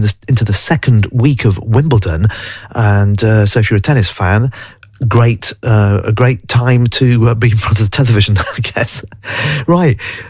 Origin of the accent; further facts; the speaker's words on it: Hua Hin, Prachuap Khiri Khan, Thailand; now in Hua Hin, Thailand; I am actually not in my hometown of Hua Hin tonight. I'm in Bangkok, bringing you the show from here because I'm on my way down south by train to Kuala Lumpur.